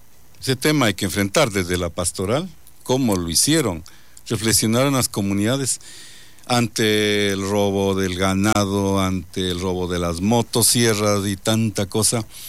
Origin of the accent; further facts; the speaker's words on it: Riobamba, Chimborazo, Ecuador; moved away as an adult; also born or lived in Quito; Yo soy de Riobamba, estoy estudiando en la Politécnica, Ingeniería Mecánica